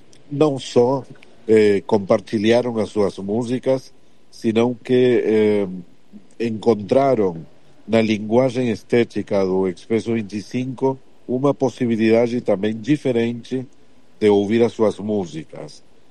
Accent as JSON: {"language": "Portuguese", "country": "Uruguay", "said": "Eu sou uruguaio"}